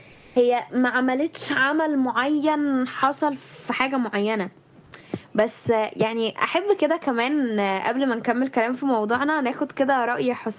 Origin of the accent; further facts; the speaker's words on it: Egypt; لينا كلنا كمصريين